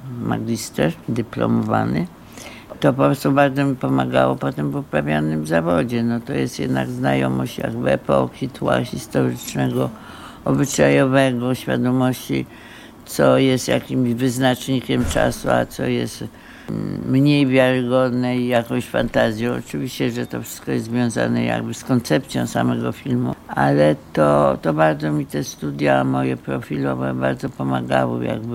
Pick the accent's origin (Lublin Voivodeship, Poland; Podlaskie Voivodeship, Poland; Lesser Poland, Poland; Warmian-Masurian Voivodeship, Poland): Lesser Poland, Poland; Kraków; born there; also born or lived in Łódź; now in Warsaw, Poland; pomimo że się urodziłam w Krakowie, mieszkam oczywiście na stałe w Warszawie, to miałam jednak też tu początki łódzkie.